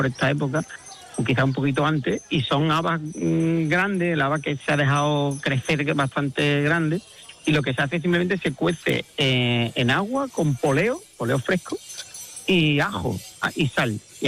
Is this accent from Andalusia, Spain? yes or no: yes; Villanueva, Andalusia, Spain; y en mi tierra, por la parte que decías tú, Ana, muy bien, que mi pueblo está a 40... Yo digo que Villanueva está a 40 kilómetros de todo, porque está a 40 kilómetros de Huelva capital, está a 45 de Sevilla